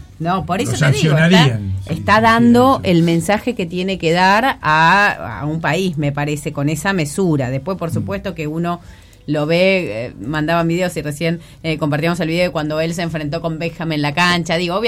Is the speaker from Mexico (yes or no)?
no; Argentina; uno como argentino